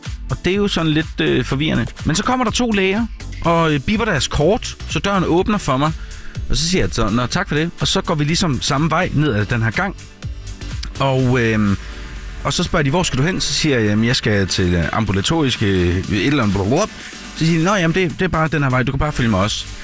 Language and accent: Danish; Aarhus, Central Denmark Region, Denmark; born there; altså jeg er født i Aarhus, men jeg ved ikke lige.